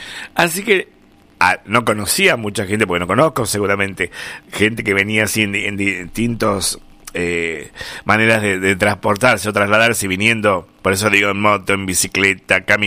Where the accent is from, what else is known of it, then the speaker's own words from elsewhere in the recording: Argentina; somos argentinos